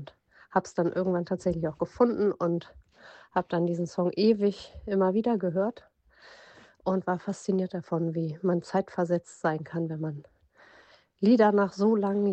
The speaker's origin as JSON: {"language": "German", "region": "Hamburg", "country": "Germany", "said": "ich komme aus Hamburg."}